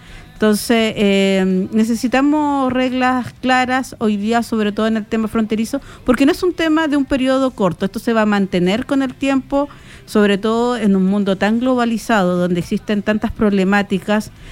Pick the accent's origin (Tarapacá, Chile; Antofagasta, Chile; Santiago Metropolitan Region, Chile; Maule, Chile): Tarapacá, Chile; nosotros como ciudadanos chilenos, como quienes vivimos en nuestro país